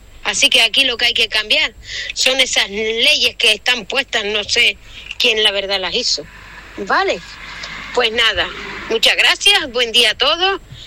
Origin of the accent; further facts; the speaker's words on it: Valsequillo, Canary Islands, Spain; Soy de Valsequillo y tengo mi alarma puesta.